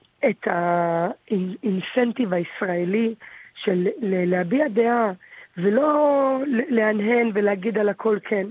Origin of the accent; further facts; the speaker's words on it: Beersheba, Southern District, Israel; אני גדלתי בבאר שבע. באר שבע זה זורם לי בברידים